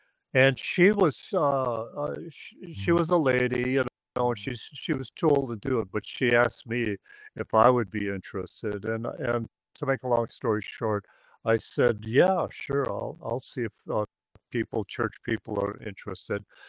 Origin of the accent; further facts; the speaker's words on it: Texas, United States; We're from Texas, you know, they're not dressed for it or nothing like that.